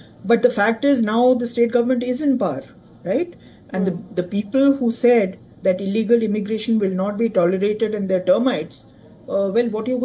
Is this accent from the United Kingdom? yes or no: no; India; as an Indian citizen